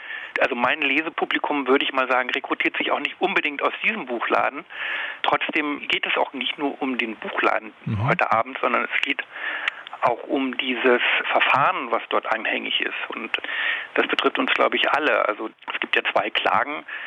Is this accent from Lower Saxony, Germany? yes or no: yes; Worpswede, Lower Saxony, Germany; Also ich komme ja aus der Nähe. Ich bin ja gebürtiger Wopsweder